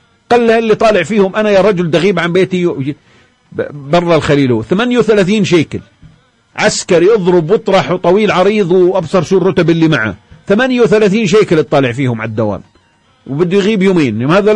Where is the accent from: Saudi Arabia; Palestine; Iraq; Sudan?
Palestine